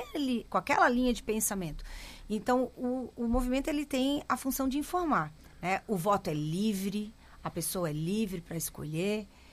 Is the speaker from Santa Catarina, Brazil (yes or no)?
yes; Florianópolis, Santa Catarina, Brazil; now in Joinville, Brazil; eu sou de Florianópolis, mas eu estou em Joinville há 26